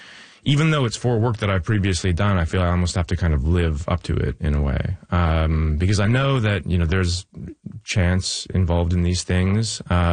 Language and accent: English; New Westminster, British Columbia, Canada; I'm from New Westminster, British Columbia.